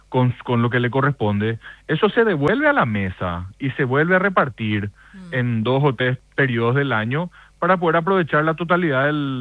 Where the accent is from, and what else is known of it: Paraguay